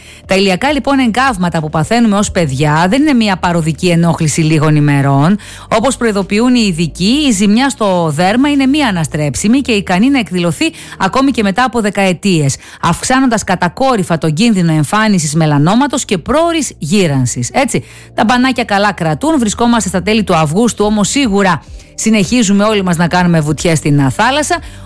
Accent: Greece; εγώ κυνηγώ τις κόρες μου στην παραλία ως Ελληνίδα μάνα

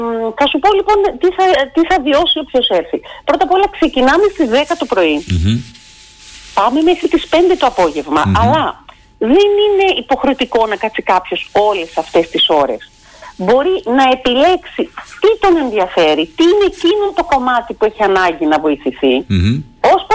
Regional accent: Athens, Attica, Greece; Ζηλεύω λίγο ως Αθηναία που γίνεται στο Ηράκλειο

